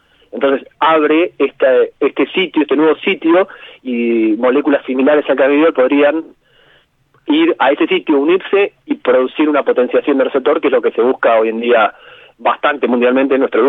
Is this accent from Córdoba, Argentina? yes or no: no; Bahía Blanca, Buenos Aires Province, Argentina; Tenemos un montón de cosas buenas, tanto en Bahía como en Argentina